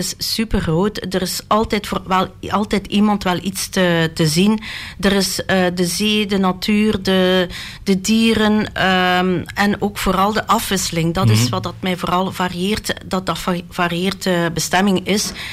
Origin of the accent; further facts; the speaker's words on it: Belgium